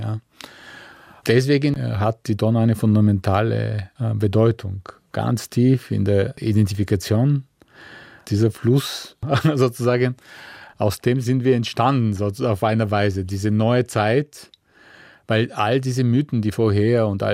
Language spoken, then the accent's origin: German; Thrace, Bulgaria; Naja, ich bin ein Kind des Südens, also in Thrakien. Das liegt zwischen den Rhodopengebirge und Balkangebirge.